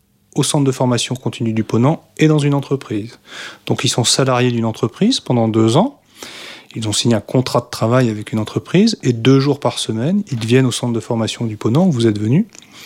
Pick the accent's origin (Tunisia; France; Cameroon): France; Plougastel-Daoulas, Brittany; born or raised there; moved away as an adult; also born or lived in Paris region